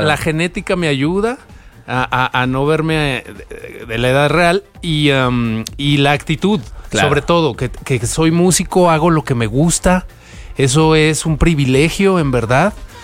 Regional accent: Guadalajara, Jalisco, Mexico; Que salgo de Guadalajara, yo soy de Guadalajara.

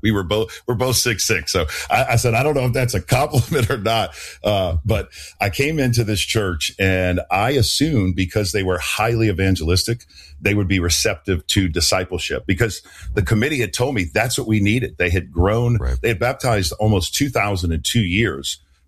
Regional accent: New Orleans, Louisiana, United States; born or raised there

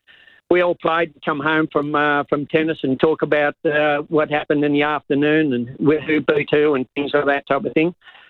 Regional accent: Sydney, New South Wales, Australia; born there; I'm now in the Bankstown area

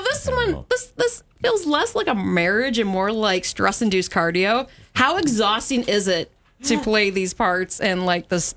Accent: Michigan, United States; also born or lived in Arizona; I grew up in Michigan. I've been in Michigan most of my life. You know, I spent a couple of years living in Arizona.

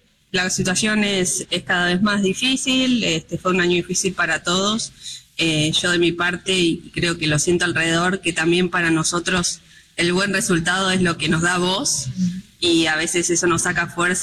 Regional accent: Mar del Plata, Buenos Aires Province, Argentina; Vivirlo acá en mi país, yo soy de Mar del Plata.

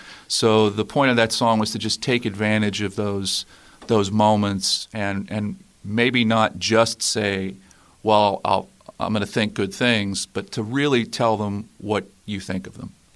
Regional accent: Weirton, West Virginia, United States; now in Pittsburgh, United States; I'm from Weirton originally, and but I've been living in Pittsburgh for the last, I don't know, 26, 27 years.

